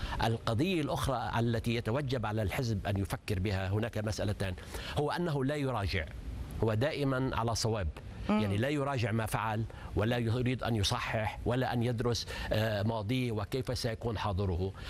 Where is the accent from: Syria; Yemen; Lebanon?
Lebanon; احنا كلبنانيين